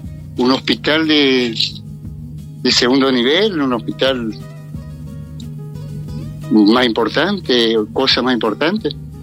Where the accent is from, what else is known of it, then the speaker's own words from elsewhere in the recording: El Soberbio, Misiones, Argentina; Yo soy nacido en el paraje La Barra y me jubilé como docente en el paraje La Barra. Entonces uno sale y siempre con orgullo diciendo, soy de Soberio. Te preguntan, ¿de dónde viniste? Vengo de Soberio o voy a Soberio.